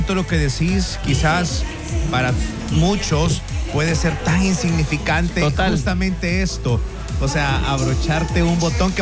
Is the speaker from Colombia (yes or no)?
no; El Salvador; qué importante es también el hecho que nosotros como salvadoreños nos podamos unir